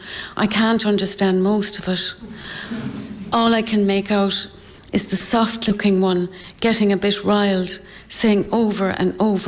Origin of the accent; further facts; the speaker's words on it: Cork, Munster, Ireland; accent: Cork; moved away as an adult; now in London, United Kingdom; my Cork accent